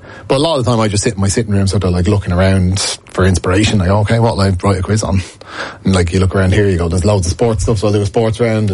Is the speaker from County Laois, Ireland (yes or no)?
no; County Dublin, Ireland; And I'm from Rathgull, so they're my local professional club.